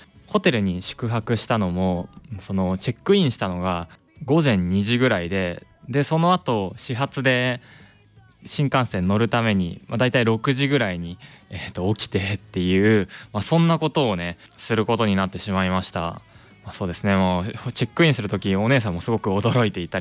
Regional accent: Gunma, Japan; moved away as an adult; now in Kanazawa, Japan; 地元群馬にあのインターンに行ったんですけども

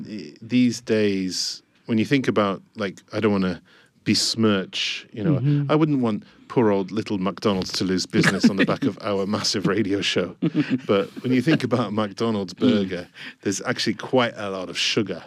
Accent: Newcastle upon Tyne, North East England, United Kingdom; moved away as an adult; now in Japan; it's in my hometown, Newcastle.

